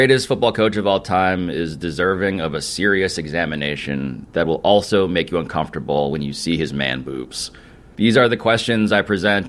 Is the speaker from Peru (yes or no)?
no; New York City, New York, United States; I grew up in Murray Hill in Manhattan, which used to be a place where consultants did not go to vomit recreationally.